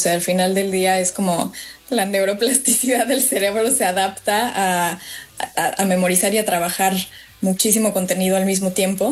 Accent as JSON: {"language": "Spanish", "country": "Mexico", "said": "pero para mí llego muy bien parada como mexicana a este género, porque digo, bueno, nosotros somos los reyes de esto, ¿no?"}